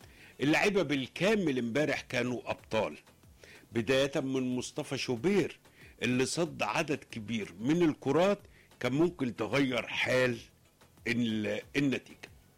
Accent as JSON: {"language": "Arabic", "country": "Egypt", "said": "لكن الكل خرج من المباراة كمصري كان فرحان بالأداء"}